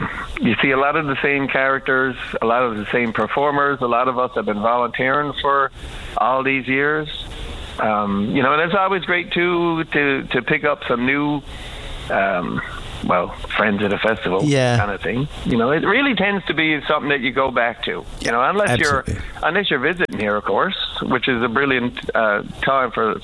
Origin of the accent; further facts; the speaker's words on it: Mount Pearl, Newfoundland and Labrador, Canada; I just assumed, because I grew up in Mount Pearl, I just assumed, because I was never, I wasn't in town when the folk festival was on the go here. I used to spend my summers out in Terra Nova.